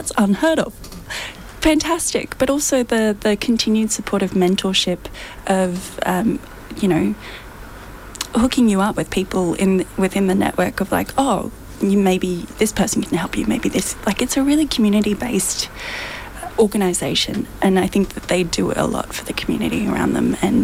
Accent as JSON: {"language": "English", "town": "Toowoomba", "region": "Queensland", "country": "Australia", "moved": "yes", "said": "I'm from Toowoomba originally, T-Bar represent"}